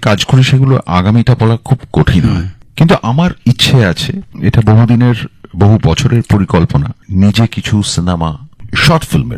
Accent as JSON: {"language": "Bangla", "country": "India", "said": "তারা কোনো সময়ই ভাবেনি আমি ভারতীয়, বিশেষ করে আমি তো বাঙালি নই আর কি।"}